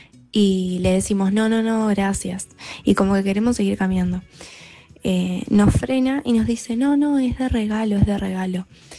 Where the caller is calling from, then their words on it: Rosario, Santa Fe, Argentina; nosotros somos de Rosario.